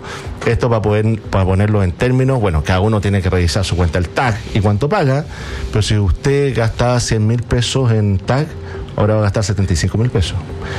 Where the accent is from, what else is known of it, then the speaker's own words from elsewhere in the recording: Paillaco, Los Ríos, Chile; Yo soy de Payaco, recuerda usted.